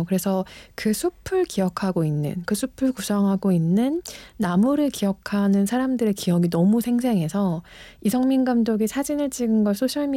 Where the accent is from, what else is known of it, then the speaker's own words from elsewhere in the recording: Seoul, South Korea; 저도 그래서 성인이 된 이후에 제가 20살 이전에 살던 그 상도동 아파트를 몇 번 가본 적이 있어요. 근데 저는 진짜 그야말로 아파트 키즈여서